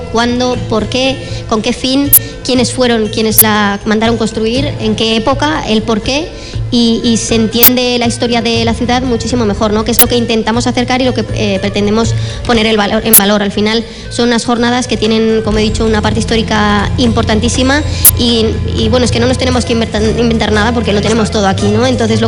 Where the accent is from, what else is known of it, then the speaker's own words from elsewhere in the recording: Jaca, Aragon, Spain; todos los que somos de Jaca tenemos el sentimiento del viernes de mayo metido dentro.